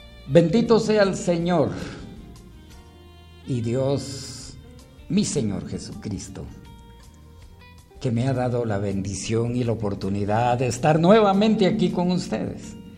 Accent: Cuilco, Huehuetenango, Guatemala; moved away; me escucha en mi pueblo, Cuilco. Ah, mi Cuilco adorado. Soy de Cuilco. Y por eso envío un saludo a mi pueblo maravilloso.

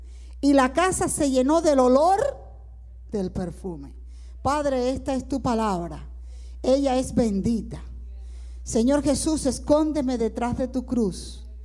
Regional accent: Cuba; Sí, vengo de Cuba, bendito sea Dios. Vengo de Cuba, mi patria amada

